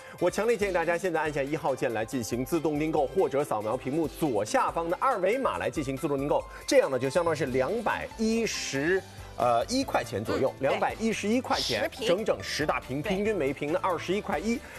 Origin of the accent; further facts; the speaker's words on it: Shanghai, China; 关键的是咱们上海人还喜欢吃浓油赤酱